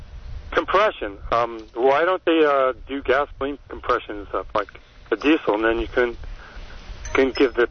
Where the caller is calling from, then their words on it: Royal Oak, United States; in Royal Oaks.